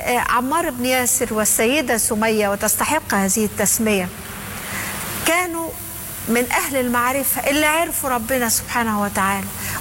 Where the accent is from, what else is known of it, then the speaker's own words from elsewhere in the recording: Egypt; احنا دلوقتي في مصر